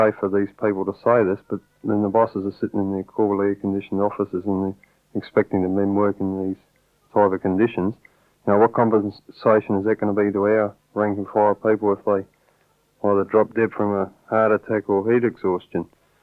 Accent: South Australia, Australia; and I don't come from Melbourne, I come from South Australia

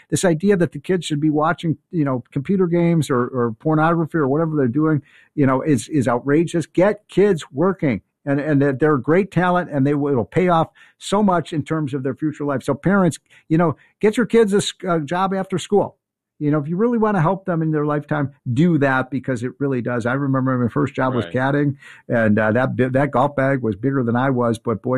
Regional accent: Chicago, Illinois, United States; That's my hometown.

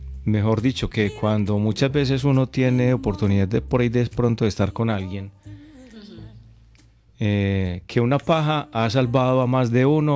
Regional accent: Medellín, Antioquia, Colombia; now in Paris, France; yo tengo 35 años, vivo en París, Francia, bonjour, soy de Medellín

